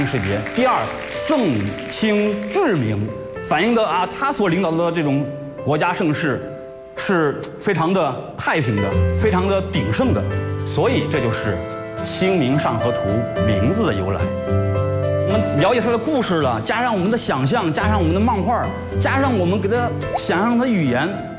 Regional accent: Kaifeng, Henan, China; 特别是我们每一个开封土生土长的孩子

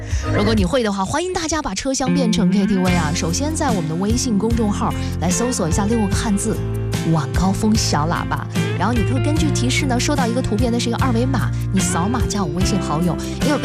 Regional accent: Shandong, China; 因为我是就是鲁西南那边的，

